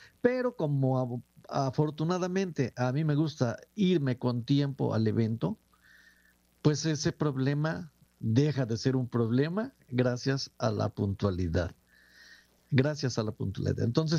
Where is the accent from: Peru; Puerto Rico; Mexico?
Mexico; Huatusco, Veracruz; now in Xalapa, Mexico; Pues bueno … yo nací en Huatusco, Veracruz. Saludo a todos mis paisanos de Huatusco, de toda la zona por allá